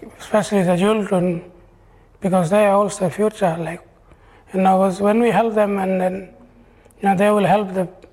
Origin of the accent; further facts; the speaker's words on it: Papunya, Northern Territory, Australia; I like to live where I know people because Papunya is the first place I've seen because I grew up in there.